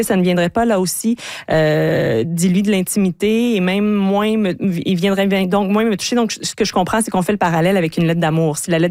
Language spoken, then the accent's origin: French; Quebec, Canada; Et s'il y a une région qui est populaire au Québec pour pratiquer ce sport, eh bien oui, c'est chez nous, en Haute-Mauricie, là où il n'y a pas de trafic en forêt.